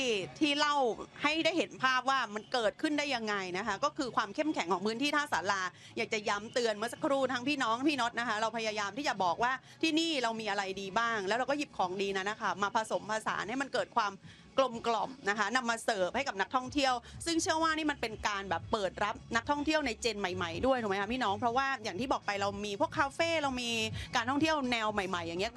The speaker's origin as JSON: {"language": "Thai", "region": "Nakhon Si Thammarat", "country": "Thailand", "said": "ด้วยความที่เราก็เป็นคนนครศรีธรรมราชนะคะ"}